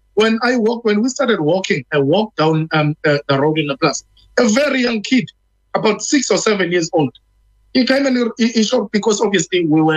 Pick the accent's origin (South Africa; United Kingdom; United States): South Africa; KwaZulu-Natal